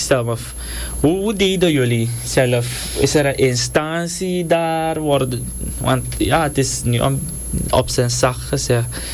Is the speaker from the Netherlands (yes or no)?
no; Suriname; En wij Surinamers hebben niet echt een vaste accent.